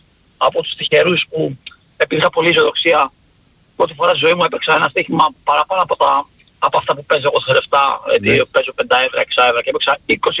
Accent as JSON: {"language": "Greek", "town": "Heraklion", "region": "Crete", "country": "Greece", "lives_now": "Athens, Greece", "said": "καταρχήν. Είμαι από το Ηράκλειο."}